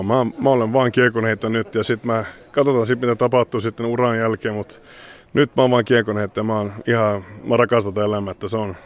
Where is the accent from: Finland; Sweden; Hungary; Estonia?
Sweden; born there; mä oon Ruotsissa syntynyt, mä oon ruotsalainen ja mä kilpailen aina Ruotsin maa